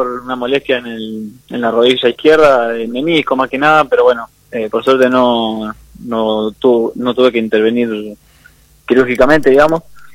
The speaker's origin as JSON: {"language": "Spanish", "region": "Santa Fe", "country": "Argentina", "tie": "born or raised there", "said": "soy de Santa Fe, nací ahí, y, bueno, hice toda mi inferior ahí en Santa Fe."}